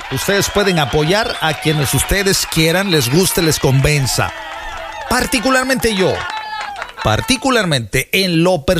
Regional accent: Veracruz, Mexico; now in United States; soy de oro, soy jarocho.

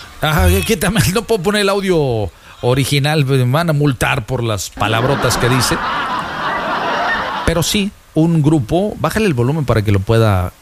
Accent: Veracruz, Mexico; Yo soy de oro. Yo soy jarocho.

